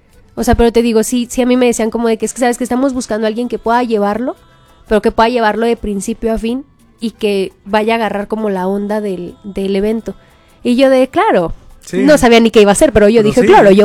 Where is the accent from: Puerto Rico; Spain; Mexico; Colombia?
Mexico; Fresnillo, Zacatecas; yo soy de Fresnillo. No digo que soy de Zacatecas, yo siempre digo, yo soy de Fresnillo.